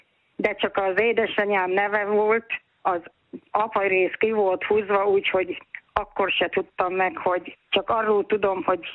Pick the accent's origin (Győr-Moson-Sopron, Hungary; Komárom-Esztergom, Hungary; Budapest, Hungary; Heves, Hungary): Budapest, Hungary; born there; én a háború alatt születtem Pesten, és onnan a nagymamám hozott el, mert az édesanyám szolgáló volt